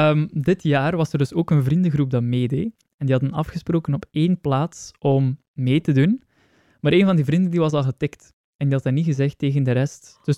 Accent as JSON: {"language": "Dutch", "country": "Belgium"}